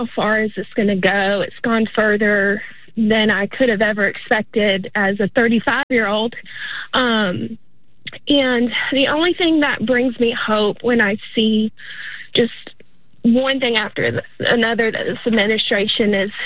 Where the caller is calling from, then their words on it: Sanford, North Carolina, United States; Hi, I'm calling from Sanford, North Carolina. It's about an hour outside of Raleigh.